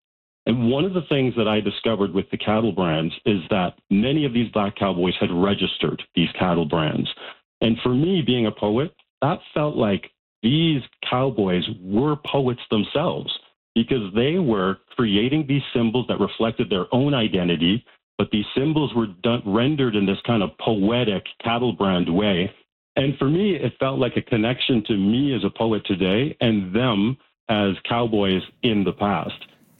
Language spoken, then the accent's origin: English; Alberta, Canada; born or raised there